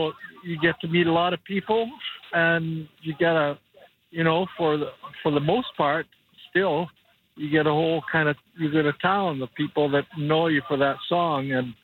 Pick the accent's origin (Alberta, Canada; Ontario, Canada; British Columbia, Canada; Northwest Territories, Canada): British Columbia, Canada; Pender Harbour; born there; I'm a coastal boy. I was born in Tender Harbor up the Sunshine Coast. My dad was a logger, then a fisherman.